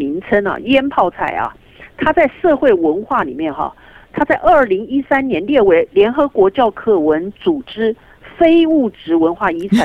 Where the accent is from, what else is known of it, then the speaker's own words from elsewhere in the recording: Shandong, China; 您记不记得我们山东人他很喜欢腌那个什么？腌那个大蒜。